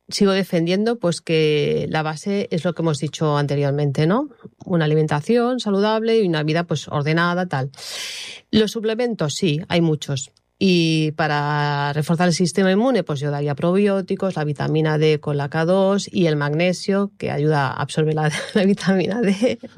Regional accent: Ripollet, Catalonia, Spain; que soy de Ripollet

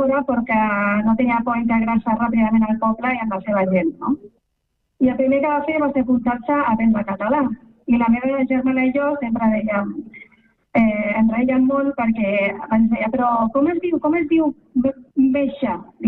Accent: Ripollet, Catalonia, Spain; vaig estudiar a l'EGB Estudios Nobel, el millor col·legi, la millor escola de Ripollet.

